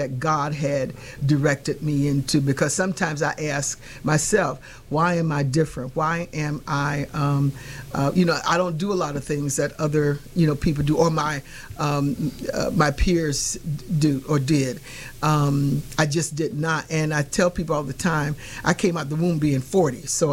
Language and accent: English; Winter Park, Florida, United States; moved away; I was raised in Winter Park, Florida.